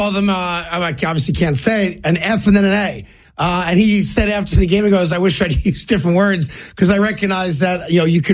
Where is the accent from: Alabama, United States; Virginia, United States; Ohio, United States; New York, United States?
New York, United States; And as a New Yorker, we like seeing Philadelphia lose.